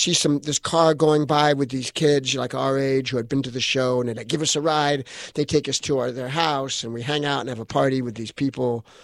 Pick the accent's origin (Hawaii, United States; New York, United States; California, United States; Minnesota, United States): California, United States; Hollywood; But we grew up in Hollywood. We ran around on the streets in Hollywood. We were so used to, I lived in West Hollywood where it was nothing.